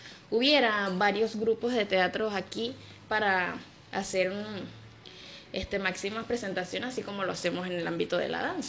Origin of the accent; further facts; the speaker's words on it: Venezuela; como buen venezolanos que somos